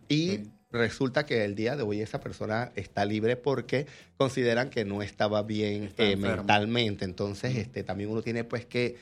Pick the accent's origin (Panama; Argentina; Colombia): Panama; yo no sé que soy panameño.